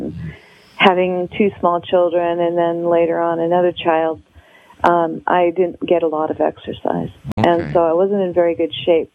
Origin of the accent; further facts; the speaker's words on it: Alaska, United States; I've always loved walking. I've always loved being outside. I was raised in Southeast Alaska.